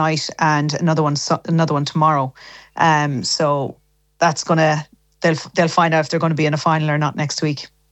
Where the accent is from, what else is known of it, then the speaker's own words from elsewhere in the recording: Ballina, Connacht, Ireland; I'm registered to Kilmore Moy as well, because I'm from Ballina, obviously.